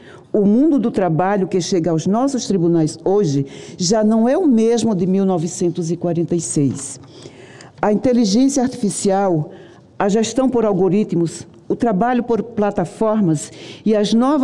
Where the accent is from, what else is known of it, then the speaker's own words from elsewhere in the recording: Paraíba, Brazil; aí eu vou homenagear a minha terra, Paraíba, um paraibano